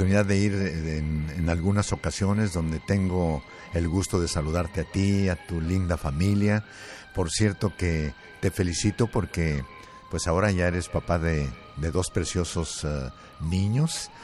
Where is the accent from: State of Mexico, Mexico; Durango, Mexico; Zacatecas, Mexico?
Zacatecas, Mexico; Tlaltenango; now in Los Angeles, United States; todos los que somos de Tlaltenango y sus familias.